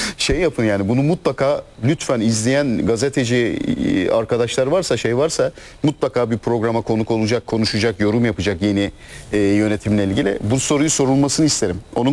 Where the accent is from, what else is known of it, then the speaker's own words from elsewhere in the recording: Alaşehir, Manisa, Turkey; born there; also born or lived in İzmir; Örnek kendi memleketimden vereyim. Manisa, Alaşehir. Yine gündeme getiriyorum yine. Alaşehir'de ben doğdum. Sonra İzmir'e yatılı okula gittim. İzmirli oldum. Ama yatılı okulda okurken … diyorlardı.